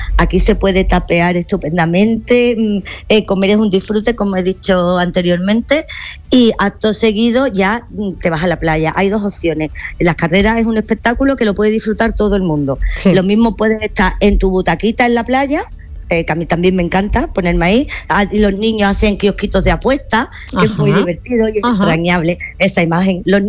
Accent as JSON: {"language": "Spanish", "town": "Seville", "region": "Andalusia", "country": "Spain", "said": "Bueno, perdona, yo soy de Sevilla."}